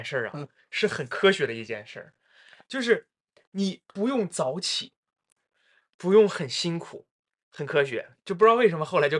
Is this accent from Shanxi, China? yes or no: yes; Shanxi, China; 我是山西人，跟山西话特别像